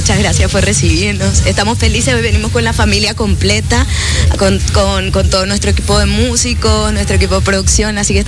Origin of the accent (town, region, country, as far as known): Paraguay